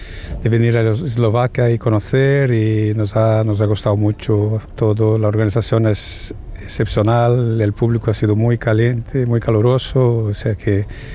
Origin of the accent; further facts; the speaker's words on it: Balearic Islands, Spain; Nosotros somos la compañía Truki Trek, venimos de Menorca, España.